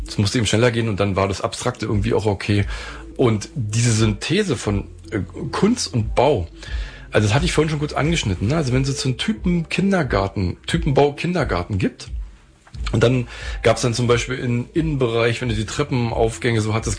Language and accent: German; East Germany, Germany; born there; Ich bin ja auch im Land geboren, was es gar nicht mehr gibt, wenn du so willst, ne?